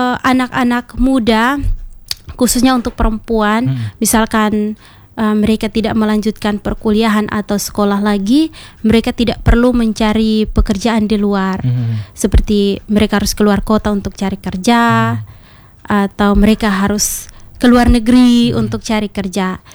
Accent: East Nusa Tenggara, Indonesia; Kalau dari beta, beta mau bilang bahwa kita ini orang TTS. Tanahnya memang kering. Tapi budayanya itu basah.

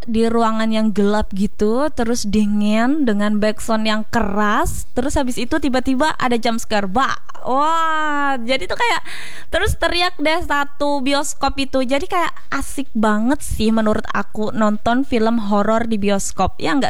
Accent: Pulang Pisau, Central Kalimantan, Indonesia; moved away as an adult; now in Palangka Raya, Indonesia; Maksudnya pertama kali menetap di Palangkaraya itu. Karena aku asalnya dari Pulang Pisau ya

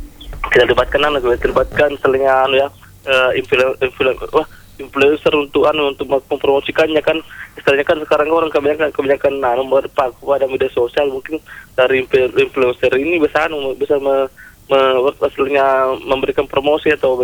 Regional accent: Bone, South Sulawesi, Indonesia; ternyata ini makanan dari daerah aku, ternyata daerah aku tercinta dari Bone, ternyata begitu ya.

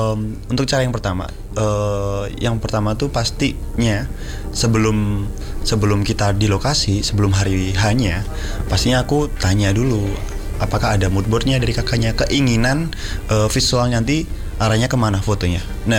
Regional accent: Madiun, East Java, Indonesia; born there; Madiun ini tempat kelahiranku juga

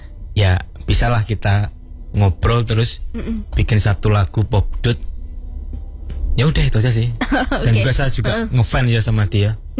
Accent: Java, Indonesia; saya Jawa enggak ada marganya.

